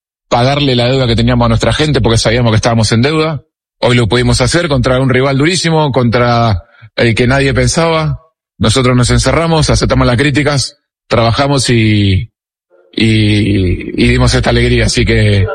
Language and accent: Spanish; Ecuador; Yo soy orgulloso de ser ecuatoriano, le gusta a quien le guste, yo soy ecuatoriano.